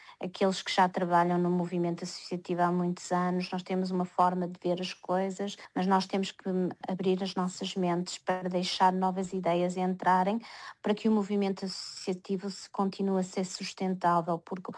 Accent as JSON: {"language": "Portuguese", "country": "Portugal", "moved": "yes", "said": "Portugal, porque afinal eu sou portuguesa, as minhas raízes também estão aí, e então não é possível esquecer Portugal, e é por isso que eu continuo a trabalhar e espero dar visibilidade ao país onde eu nasci."}